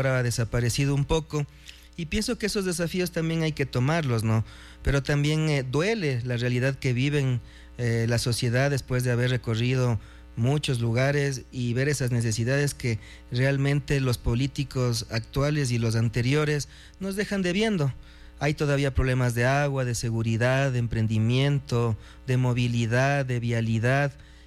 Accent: Latacunga, Cotopaxi, Ecuador; he vivido casi toda mi vida aquí en La Tacunga, estudié en la escuela La Salle, en el colegio Hermano Miguel, y tuve la oportunidad de salir de la ciudad a la Pontificia Universidad Católica del Ecuador.

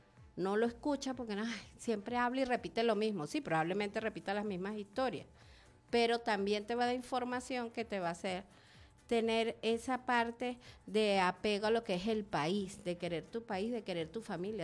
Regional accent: Venezuela

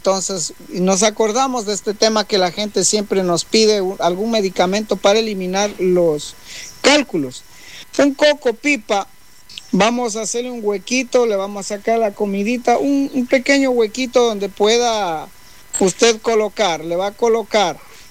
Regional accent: Shushufindi, Sucumbíos, Ecuador; soy de Chuchufindi, en el sector de General Farfán, una parroquia que ya esto es frontera con Colombia.

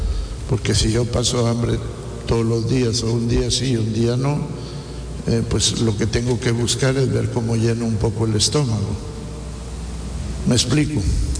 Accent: Zacapa, Guatemala; por aquí en mi pueblito, o decían la tranca del piaje, porque ahí en Santa Cruz, ahí en Pasabien

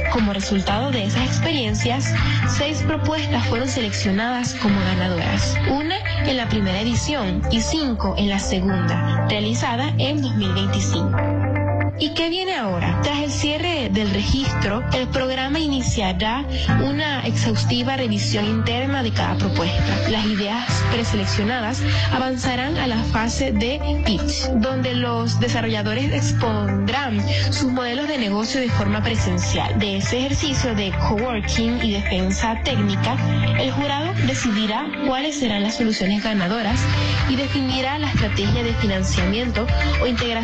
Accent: Venezuela; Que nos como venezolanos es nuestra capacidad de crear, de innovar y de salir adelante

